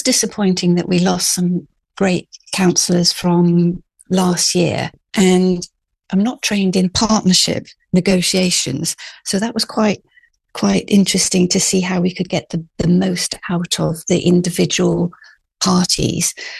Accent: Hong Kong; And I grew up in Hong Kong, which was a colony, and I think was probably more British.

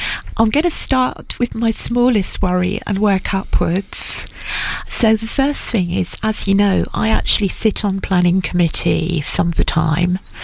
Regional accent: Manchester, North West England, United Kingdom; I grew up in Manchester, which used to be King Cotton, you know, one of the richest cities in the world

